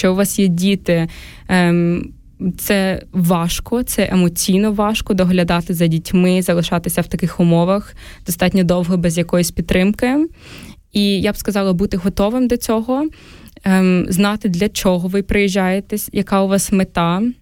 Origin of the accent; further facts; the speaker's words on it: Zaporizhzhia, Zaporizhzhia Oblast, Ukraine; Мені було 16 тоді, коли війна застала нас в Запоріжжі. Я виросла в Запоріжжі.